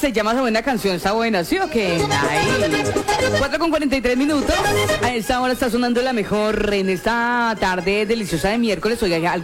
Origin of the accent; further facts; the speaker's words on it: Colombia; por independencia yo soy colombiano y colombiana.